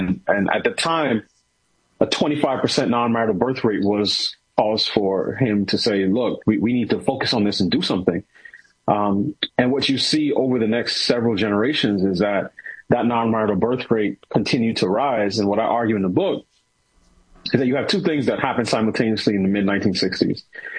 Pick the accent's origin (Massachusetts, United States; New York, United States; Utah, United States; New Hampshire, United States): New York, United States; New York City; I grew up in New York City. You know, I went to school in college in Pittsburgh. I've been in the D.C. area now almost 20 years.